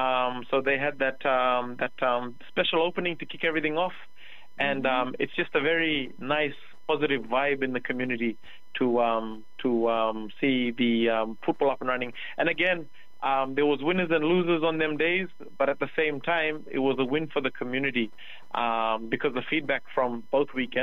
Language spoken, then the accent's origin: English; Bamaga, Queensland, Australia; I'm a local. I'm born and bred here. I'm from Bamaga.